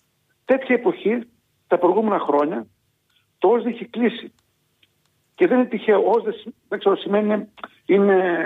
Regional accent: Thessaly, Greece; στο χωριό μου, το οποίο είναι η Καρδί, έχει γυμνάσιο. Ήταν πρώην 9 χωριά του τέος Δήμου Φίλου

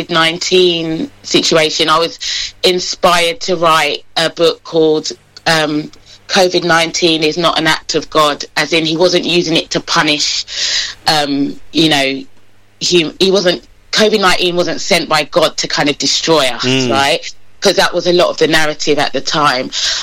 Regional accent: Croydon, London, United Kingdom; I come from Croydon

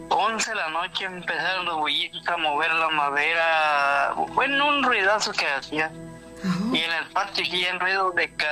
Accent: Michoacán, Mexico; Y yo soy del estado de Michoacán.

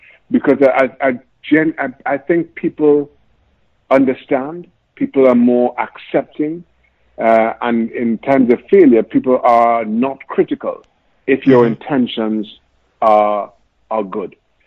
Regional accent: Diego Martin, Trinidad & Tobago; moved away; Growing up in Trinidad, I grew up in Northwest. Town called Diego Martin

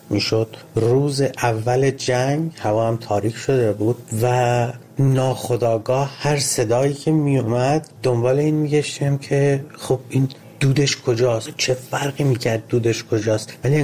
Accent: Ahvaz, Khuzestan, Iran; من کودکیم رو توی جنگ گذروندم، اهواز، و در تمام طول 8 سال جنگ من با این سیر افزایشی بمباران‌ها بزرگ می‌شدم.

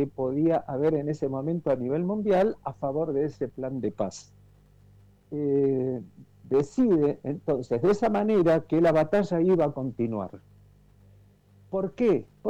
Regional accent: Argentina

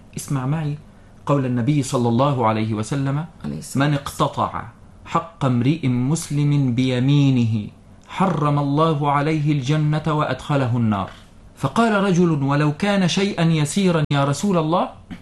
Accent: Qift, Qena Governorate, Egypt; من مصر، من بلادي قفط قنا

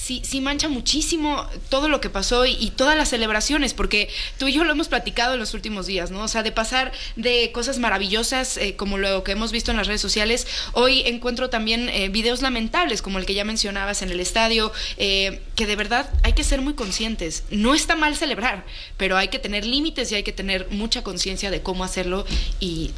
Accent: Mexico

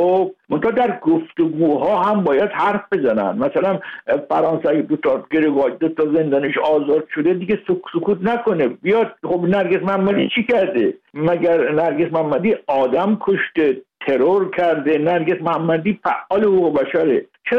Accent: Tehran, Tehran Province, Iran; ما ساکن تهرانیم.

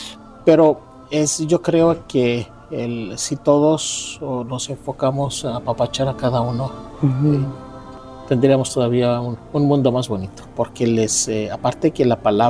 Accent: Mexico; Siento que se logra transmitir un poquito lo que somos los mexicanos

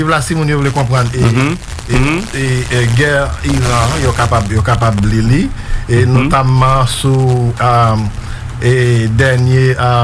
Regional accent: Haiti; Et la négritude, nous sommes des Noirs, nous qui sommes des Haïtiens.

